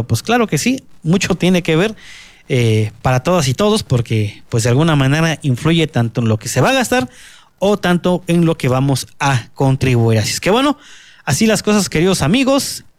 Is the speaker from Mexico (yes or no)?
yes; Mexico